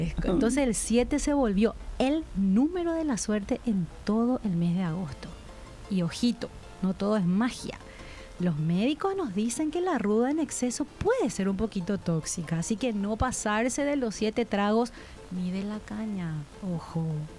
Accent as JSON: {"language": "Spanish", "country": "Paraguay"}